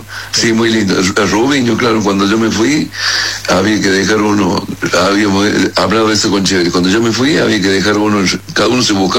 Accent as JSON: {"language": "Spanish", "region": "Córdoba", "country": "Argentina", "said": "soy de Córdoba, a muerte."}